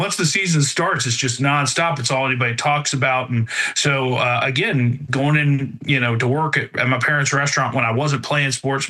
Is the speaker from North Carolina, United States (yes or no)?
yes; North Carolina, United States; I grew up on Tobacco Road, as I mentioned earlier, in a family business where quite often a lot of people would eat before and after college sporting events, you know, and grew up in an athletic family.